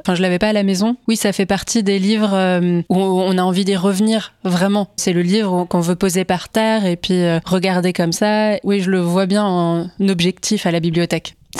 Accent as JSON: {"language": "French", "region": "Grand Est", "country": "France", "tie": "born or raised there", "said": "J'ai grandi en Alsace, hein, donc ça aide avec Tommy Ungerer."}